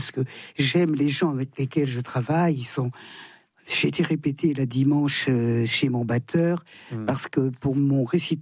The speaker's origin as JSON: {"language": "French", "town": "Thonon-les-Bains", "region": "Auvergne-Rhône-Alpes", "country": "France", "tie": "born there", "said": "Ah oui, je chante dans ma ville natale"}